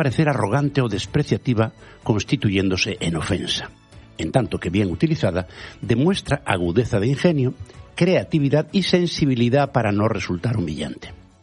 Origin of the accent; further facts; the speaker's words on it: Galicia, Spain; mi patria chica, Galicia.